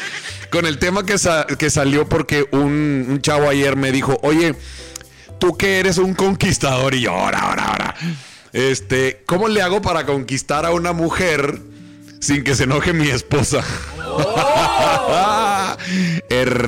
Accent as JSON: {"language": "Spanish", "country": "Mexico"}